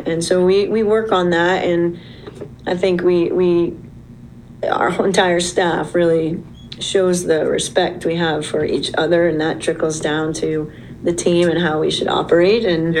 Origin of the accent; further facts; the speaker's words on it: Vermont, United States; moved away as an adult; also born or lived in Rhode Island; now in South Carolina, United States; I was from New England. Mm-hmm. I came from Rhode Island. I grew up in Vermont.